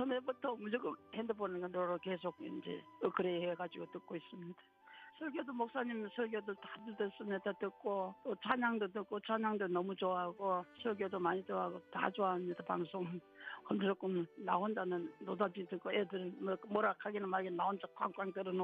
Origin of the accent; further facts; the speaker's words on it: Seongju County, North Gyeongsang, South Korea; 고향은 경상북도 성주군 벽지면이에요. 사면 많이 나오는 거기. 저는 클 때부터 동네에 가면 교회가 조그만 데 있었어요.